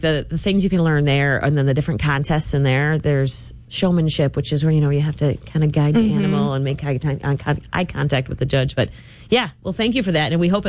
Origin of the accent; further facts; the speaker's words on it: Michigan, United States; now in Syracuse, United States; I'm from Michigan.